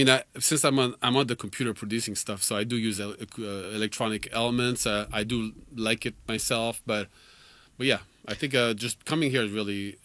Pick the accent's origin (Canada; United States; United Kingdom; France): France; And then I grew up in France. So in France, he was like absolutely like the war.